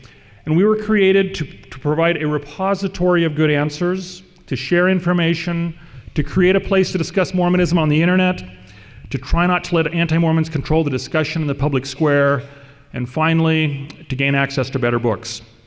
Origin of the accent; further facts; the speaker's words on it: Redding, California, United States; I hate to tell you this, I'm from Redding, California